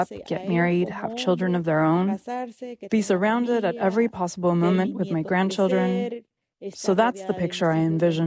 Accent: El Salvador; I grew up in El Salvador, and in El Salvador, they say what happens when you cross the threshold of your house stays inside your house.

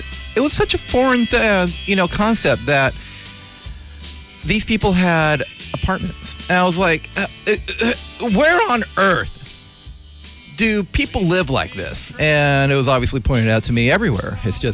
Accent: California, United States; we're growing up in California or Califas

